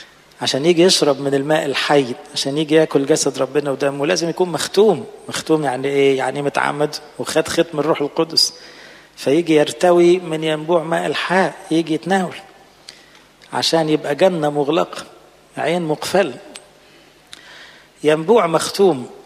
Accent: Egypt; بلادنا مصر

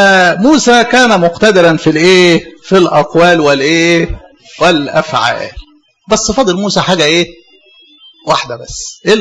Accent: Egypt; في بلدنا مصر. شوفوا اعتزوا ببلدكم

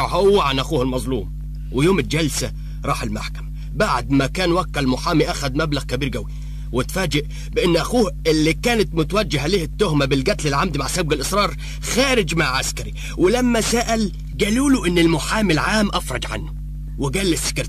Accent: Minya Governorate, Egypt; أقول لكم عن واحد من أبو جرجاس عندنا في المنيا، كان متهم ظلم في قضية قتل.

